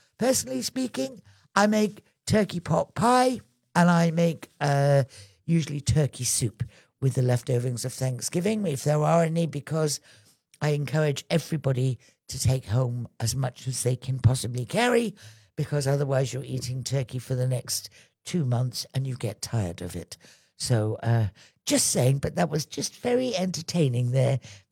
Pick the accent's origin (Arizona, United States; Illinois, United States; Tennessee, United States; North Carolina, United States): North Carolina, United States; I grew up in North Carolina, where meatloaf was what your mama made when payday was still 3 days away.